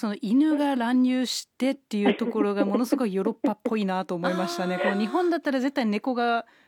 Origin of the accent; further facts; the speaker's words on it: Germany; moved away; ドイツ人としてもすごく共感します。